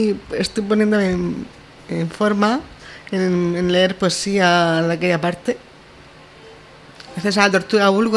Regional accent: Molina de Segura, Region of Murcia, Spain; mi pueblo, Molina de Segura, que es de donde soy

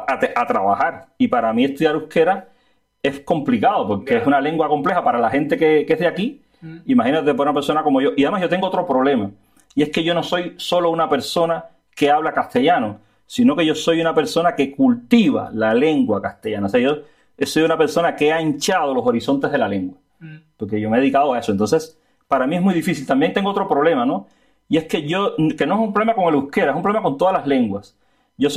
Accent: Cuba; moved away as an adult; now in Bilbao, Spain; los españoles son ustedes, o sea, tú, mi hija, son los españoles, yo soy cubano.

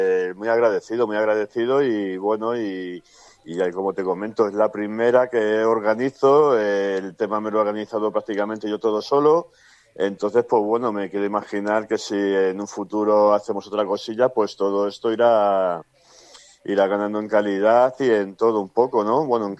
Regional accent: Alcorcón, Community of Madrid, Spain; nosotros somos de Alcorcón, casi todos siempre.

